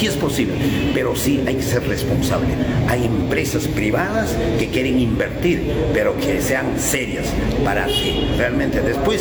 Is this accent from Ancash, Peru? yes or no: yes; Olleros, Ancash, Peru; mi pueblo